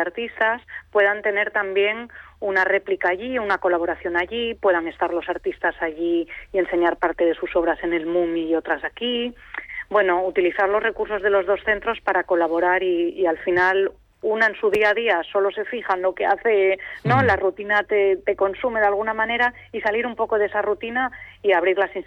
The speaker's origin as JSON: {"language": "Spanish", "region": "Asturias", "country": "Spain", "said": "todo lo que nos ha conformado como asturianos y asturianas"}